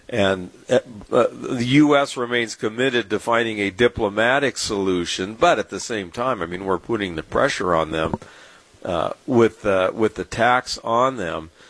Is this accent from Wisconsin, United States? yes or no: no; San Diego, California, United States; I grew up fishing in San Diego Bay and the Mission Bay, and we used those stinky mussels that we would get off the pylons of the pier.